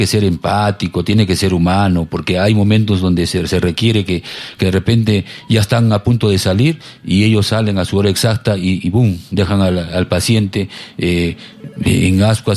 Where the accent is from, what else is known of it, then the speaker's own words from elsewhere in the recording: Tiabaya, Arequipa, Peru; yo soy natural de Arequipa y nacido en el distrito de Tiabaya